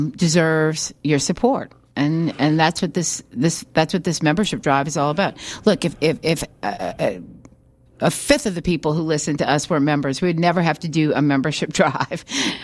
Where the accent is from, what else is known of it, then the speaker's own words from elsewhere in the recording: Brooklyn, New York, United States; from Brooklyn.